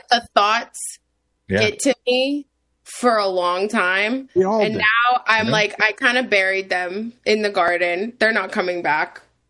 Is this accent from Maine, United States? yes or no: no; Wheeling, West Virginia, United States; I'm from Wheeling, West Virginia, home of the Capitol Music Hall, the Jamboree USA back in the day.